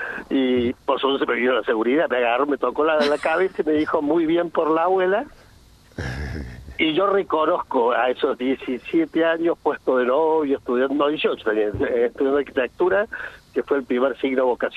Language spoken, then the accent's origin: Spanish; Argentina; esa parte saca lo mejor de nosotros como argentinos, ¿no?